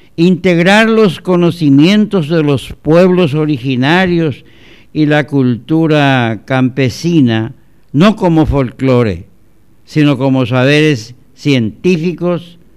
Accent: Paraguay

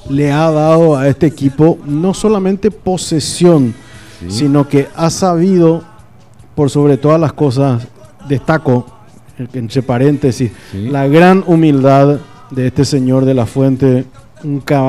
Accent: Paraguay

